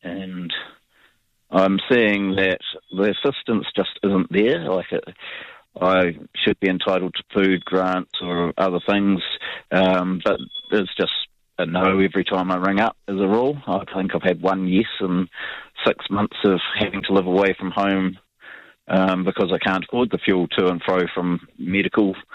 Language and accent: English; New Zealand; I think as a Kiwi, I know that I suppose there's a few Kiwis that don't necessarily want to be out there working